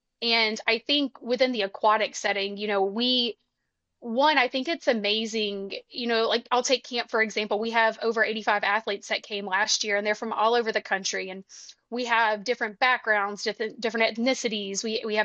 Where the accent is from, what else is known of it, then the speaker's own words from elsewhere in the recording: Alabama, United States; I'm from Alabama and I was around water all the time and I learned how to swim